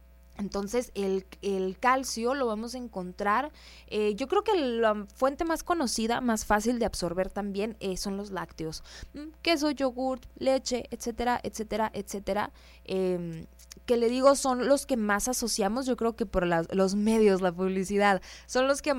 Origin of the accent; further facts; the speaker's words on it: Sonora, Mexico; soy sonorense